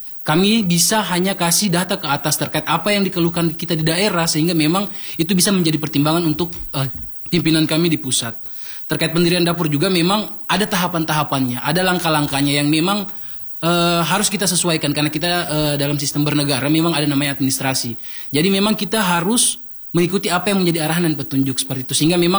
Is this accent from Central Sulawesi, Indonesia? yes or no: yes; Tolitoli, Central Sulawesi, Indonesia; kami putra daerah Toli-Toli